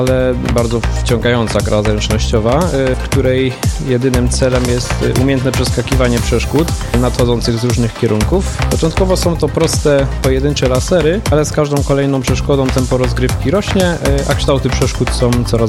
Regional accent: Piekary Śląskie, Silesian Voivodeship, Poland; pochodzę z Piekar Śląskich

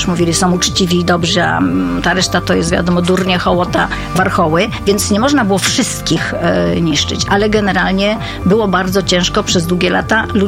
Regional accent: Radom, Masovian Voivodeship, Poland; U nas w Radomiu

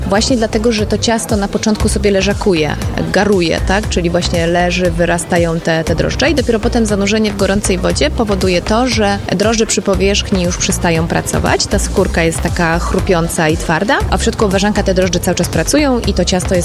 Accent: Kraków, Lesser Poland, Poland

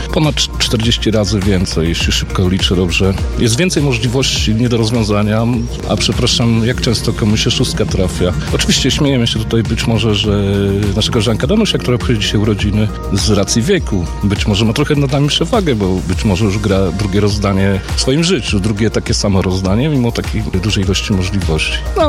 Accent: Włodawa, Lublin Voivodeship, Poland; Ja sam pochodzę z Włodawy.

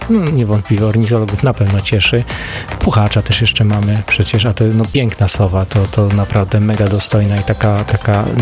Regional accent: Subcarpathian Voivodeship, Poland; tutaj właśnie u nas na Podkarpaciu

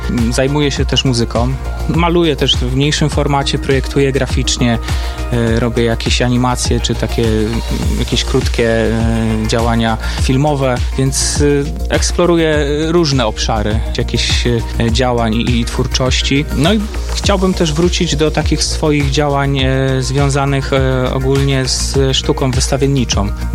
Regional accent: Konin, Greater Poland Voivodeship, Poland; No, jestem z Konina.

